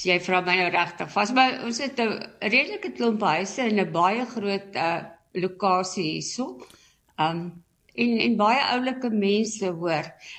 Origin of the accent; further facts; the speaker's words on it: Koppies, Free State, South Africa; born there; moved away as an adult; also born or lived in Bethlehem, Free State / Kroonstad, Free State / Polokwane (Pietersburg), Limpopo; Ek is in Bethlehem in die sneeu gebore. En toe het ons Kroonstad toe getrek. My pa was 'n kleremaker en my ma het by hom in die winkel gewerk. En toe 'n paar jaar later Koppies toe.